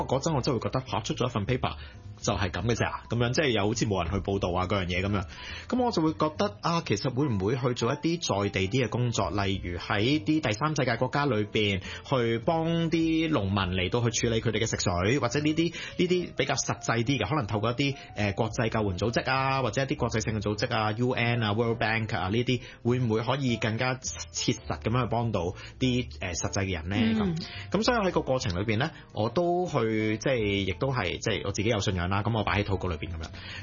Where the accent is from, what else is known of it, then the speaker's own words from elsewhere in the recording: Hong Kong; also born or lived in United States; 香港呢笪地方，我土生土長嘅地方。